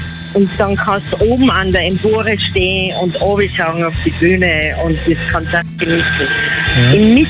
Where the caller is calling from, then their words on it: Tyrol, Austria; Aus Tirol.